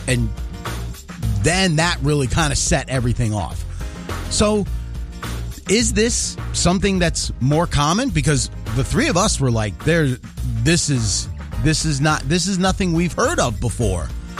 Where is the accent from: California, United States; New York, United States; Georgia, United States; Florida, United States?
New York, United States; moved away; for us growing up in New York